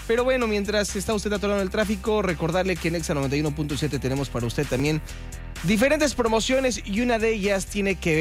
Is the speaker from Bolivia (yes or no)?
no; Veracruz, Mexico; Yo soy de Veracruz y lo que más me identifica es al jarocho es tomar leche de jaiba.